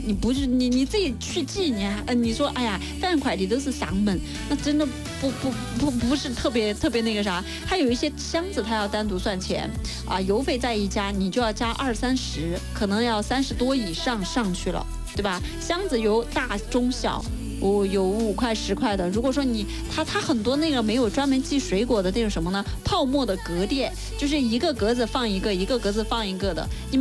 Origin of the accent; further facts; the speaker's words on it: China; 我觉得是我们就是中国人会吃的很，